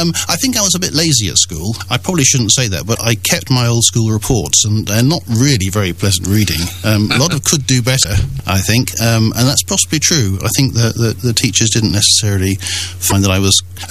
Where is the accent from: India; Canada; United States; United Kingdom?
United Kingdom; Cheltenham, South West England; Anyway, I was born in Cheltenham, and we lived round about Catherley Park. In fact, we lived on Bournside Road